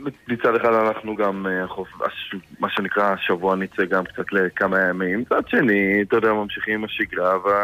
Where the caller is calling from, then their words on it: Bnei Brak, Tel Aviv District, Israel; מבני ברק.